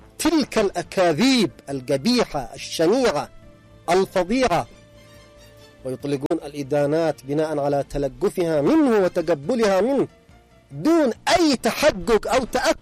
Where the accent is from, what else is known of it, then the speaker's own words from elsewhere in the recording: Yemen; نحن كشعب يمني، نفوسنا وأرواحنا وحياتنا وأموالنا وما نملك فداء لمكة المكرمة